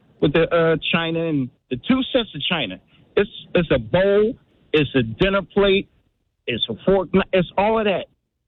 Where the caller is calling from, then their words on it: Philadelphia, Pennsylvania, United States; I'm from the East Coast. I'm from Philly.